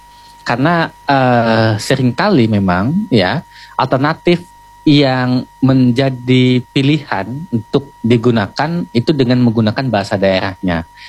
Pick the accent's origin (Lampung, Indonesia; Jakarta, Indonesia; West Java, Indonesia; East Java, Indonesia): Lampung, Indonesia; Bagaimana kemudian penutur yang lain akan berbahasa Lampung kalau kita orang Lampung saja enggan dan malu untuk menggunakan bahasa Lampung?